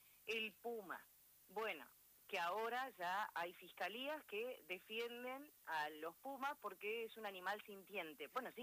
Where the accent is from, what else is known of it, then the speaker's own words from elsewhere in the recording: Trelew, Chubut, Argentina; now in Trelew, Argentina; Nací en Trelew, pero me crié en el campo y la vida después me trajo de vuelta a la ciudad de Trelew para poder estudiar mi secundario, mi carrera y finalmente trabajar.